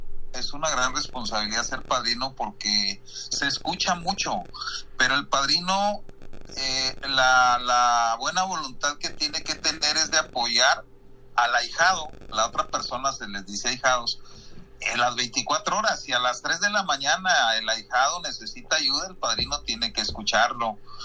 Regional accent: Múzquiz, Coahuila, Mexico; soy de Musquis

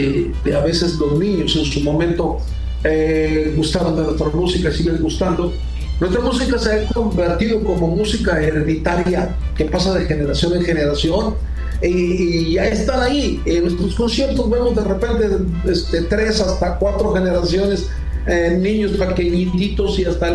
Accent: Durango, Mexico; de verdad, contentísimo de regresar a Durango, de estar otra vez acá, mi tierra natal, es, orgullosamente lo digo

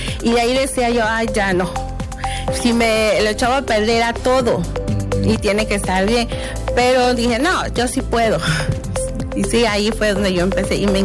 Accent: Tamulte de las Sabanas, Tabasco, Mexico; Y yo vengo desde Tamulte de las Sabanas y bueno, allá por ejemplo cuando dicen tiras bordadas, todo el mundo se va a la Cajuca, y la verdad pues también en Tamulte somos zona Yocotán.

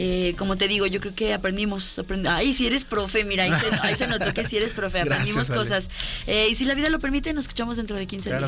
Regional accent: Mexico

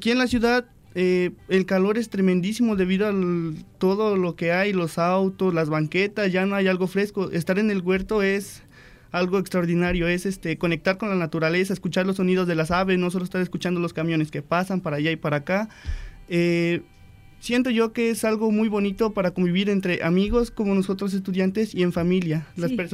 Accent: Las Vigas de Ramírez, Veracruz, Mexico; born there; yo soy de Las Vigas de Ramírez, Veracruz, un municipio llamado El Manzanillo.

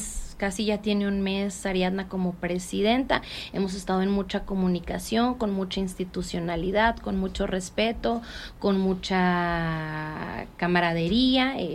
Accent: Ciudad Juárez, Chihuahua, Mexico; aunque yo soy de Ciudad Juárez, orgullosamente lo saben.

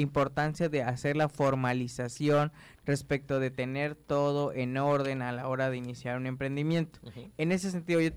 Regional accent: Mexico; como mexicanos creo yo

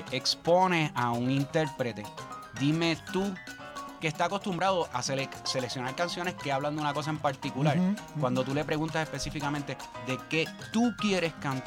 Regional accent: Puerto Rico; en mi país, los trovadores son una cosa muy distinta a lo que son aquí.

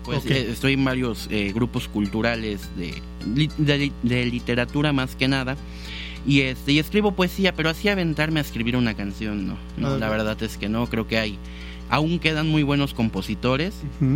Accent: Mexico

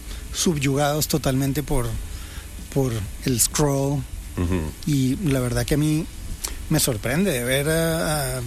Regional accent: Colombia; now in Los Angeles, United States; Yo soy colombiano.

